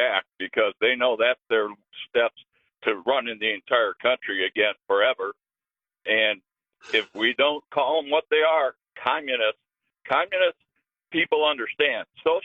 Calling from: Bradenton, Florida, United States; I'm calling from Bradenton, Florida.

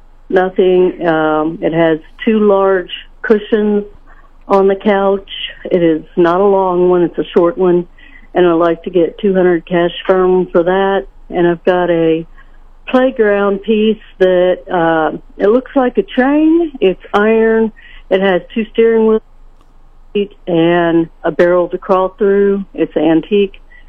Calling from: Sedalia, Missouri, United States; Hi, I'm calling from Sedalia, Missouri

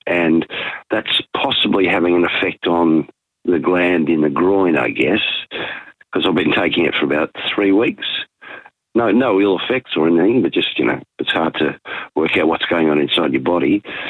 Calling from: Canberra, Australian Capital Territory, Australia; I'm from Canberra.

